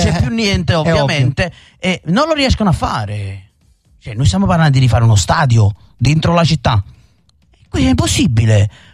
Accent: Naples, Campania, Italy; perché io sono napoletano e amo tutta la mia città.

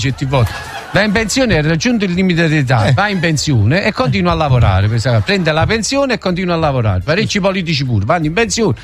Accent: Southern Italy, Italy; noi del sud siamo un po' differenti da quelli del nord

